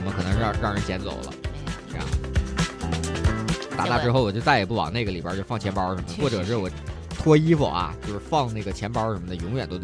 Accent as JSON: {"language": "Chinese", "region": "Northeast China", "country": "China", "said": "我们东北那边"}